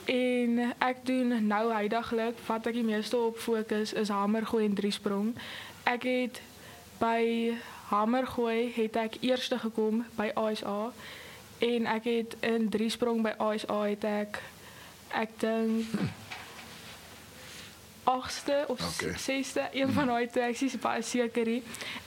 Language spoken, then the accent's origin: Afrikaans; Dispatch, Eastern Cape, South Africa; ek kom ook van Dispatch af. Ek gaan skool in Hoërskool Dispatch